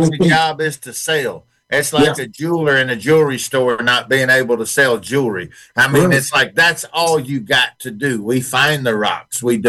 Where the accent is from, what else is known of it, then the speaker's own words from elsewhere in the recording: Texas, United States; I'm from East Texas, so I never had a chance. I'm from East Texas, live over here now, so my mouth is all kind of messed up when I'm talking.